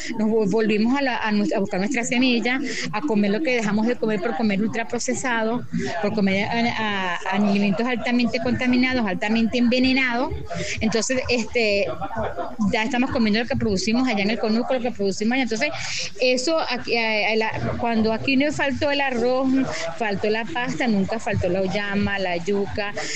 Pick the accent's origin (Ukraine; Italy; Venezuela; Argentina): Venezuela; a veces los venezolanos somos como, porque tienen una mala impresión nuestra, ¿verdad? Pero nosotros somos hijos de Bolívar